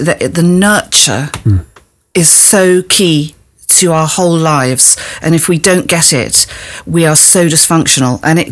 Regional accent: Nigeria; born there; also born or lived in Ghana; So I was born in Nigeria.

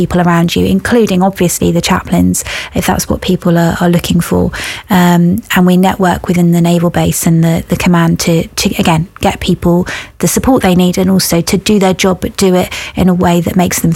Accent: Plymouth, South West England, United Kingdom; born there

